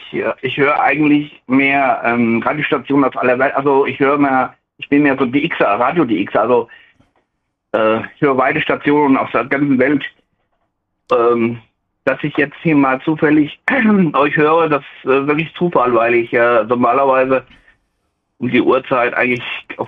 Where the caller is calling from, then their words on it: Lower Saxony, Germany; Das ist 21 Kilometer südöstlich von Hildesheim.